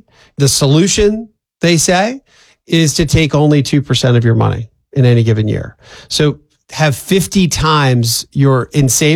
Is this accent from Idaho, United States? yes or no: no; Pennsylvania, United States; I'm from Pennsylvania, and there's a phrase that was very often said growing up, and this is more of a, for some reason, I think of this as a Pennsylvania thing.